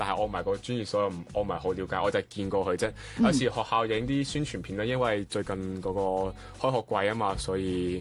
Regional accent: Macau; 大家好，我系嚟自中国澳门的

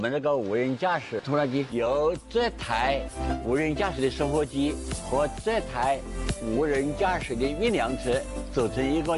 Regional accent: China; 目前是我们中国做的最好的

